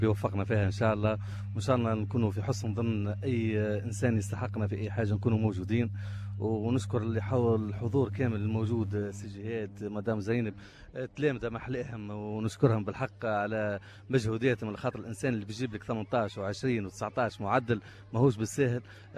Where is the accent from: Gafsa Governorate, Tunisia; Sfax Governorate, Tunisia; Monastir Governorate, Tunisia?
Gafsa Governorate, Tunisia; عندنا في قفصة